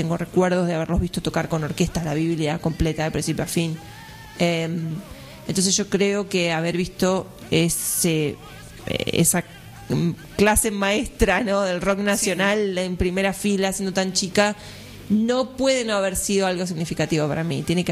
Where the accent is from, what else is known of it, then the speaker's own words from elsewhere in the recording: Quilmes, Buenos Aires Province, Argentina; Yo vengo de Quilmes, no sé si conocen, allá para el sur.